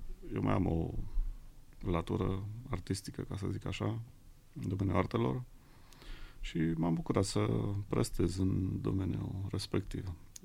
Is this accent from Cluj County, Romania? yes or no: no; Lupșa, Alba County, Romania; Eu, cum v-am spus, sunt din Lupșa.